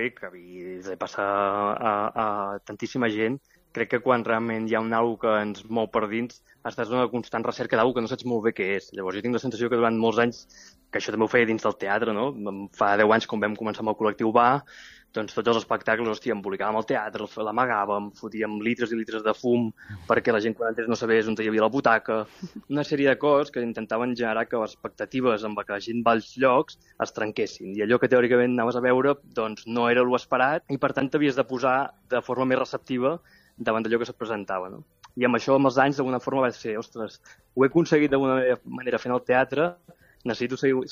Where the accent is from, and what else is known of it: Mataró, Catalonia, Spain; born or raised there